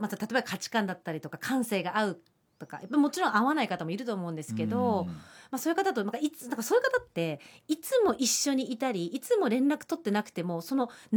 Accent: Tochigi, Japan; now in Tokyo, Japan; 私はもう地元の栃木がもう大好きなので、ええ、栃木に、まあ、今度またお盆の時期も帰りますけど

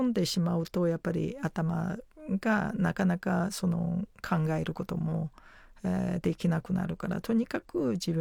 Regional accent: China; Japanese is a second language; now in Japan; 自分自身がやっぱり家族、元私も中国出身ですから

